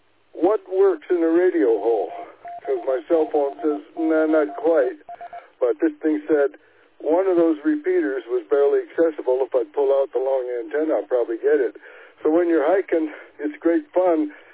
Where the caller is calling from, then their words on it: Escondido, California, United States; I'm transmitting from a hiking trail in what they call Dixon Lakes and Daly Ranch in North Escondido.